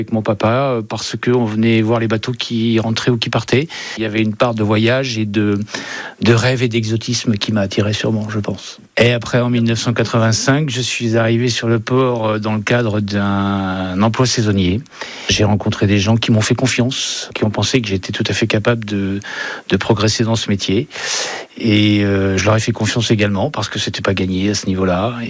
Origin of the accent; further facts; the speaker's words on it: La Rochelle, Nouvelle-Aquitaine, France; Je suis natif de La Rochelle